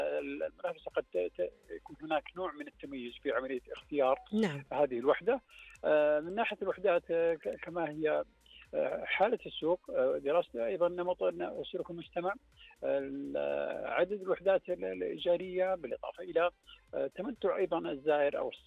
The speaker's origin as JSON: {"language": "Arabic", "country": "Saudi Arabia", "said": "في المملكة العربية السعودية وخاصة عندنا في الرياض وجدة"}